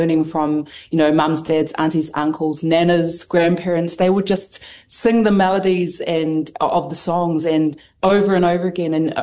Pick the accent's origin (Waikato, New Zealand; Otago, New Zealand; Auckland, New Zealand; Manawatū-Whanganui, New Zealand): Manawatū-Whanganui, New Zealand; Palmerston North; So, you know, I grew up in Palmy. Palms North End, I attended the Christian Church of Samoa, was basically born into it.